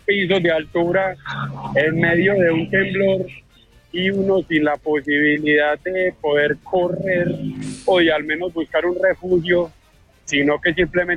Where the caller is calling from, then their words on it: Medellín, Antioquia, Colombia; Robledo, eso es Medellín, en Robledo.